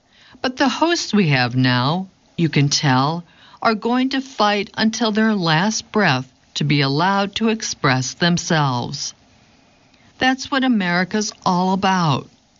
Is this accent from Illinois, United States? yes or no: yes; Chicago, Illinois, United States; born or raised there